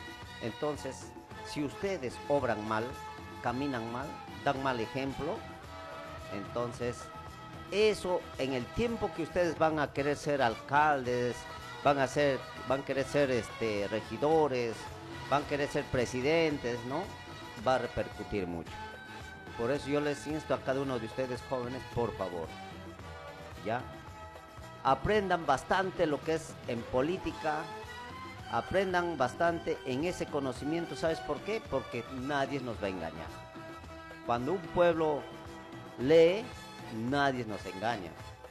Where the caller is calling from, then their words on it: Peru